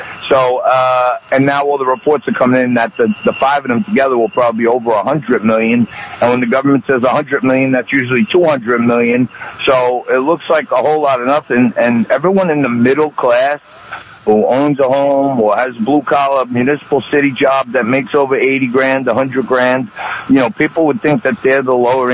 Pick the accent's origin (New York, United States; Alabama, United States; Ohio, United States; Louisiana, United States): New York, United States; New York City; also born or lived in Manhattan; I'm a New York City boy through and through. I was born in Manhattan. I'm raised in Staten Island.